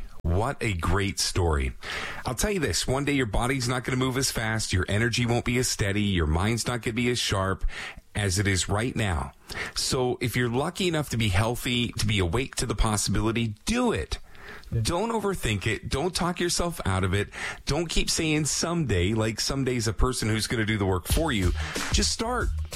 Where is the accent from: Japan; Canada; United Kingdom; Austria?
Canada; Toronto, Ontario; moved away; I grew up in Scarborough. Yeah, I grew up in Toronto as well. And I came out here in 94 to chase my baseball dreams and just never went home.